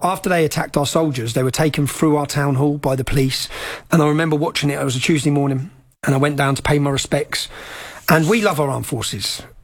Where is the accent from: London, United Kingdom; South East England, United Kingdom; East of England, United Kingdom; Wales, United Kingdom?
East of England, United Kingdom; Luton; I knew what would happen because I'm from Luton.